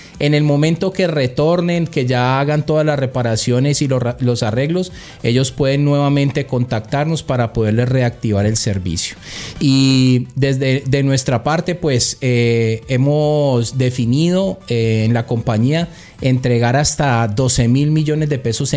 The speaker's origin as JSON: {"language": "Spanish", "town": "Cali", "region": "Valle del Cauca", "country": "Colombia", "said": "también como caleños, como una empresa caleña"}